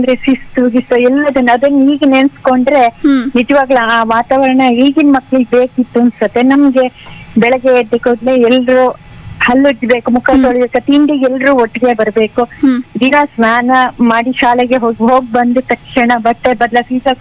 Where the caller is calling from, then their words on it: Sringeri, Karnataka, India; ನಾವು ಶೃಂಗೇರಿಯಿಂದ … ಮಾತಾಡ್ತಾ ಇರೋದು.